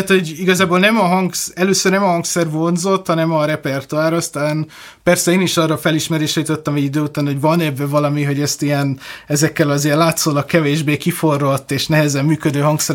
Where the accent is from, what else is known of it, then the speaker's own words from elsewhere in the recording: Pécs, Baranya, Hungary; moved away; én Pécsről jövök, ott jártam az ottani zeneiskolába, illetve még a középiskolát, Konzit, illetve a gimnáziumot is ott végeztem.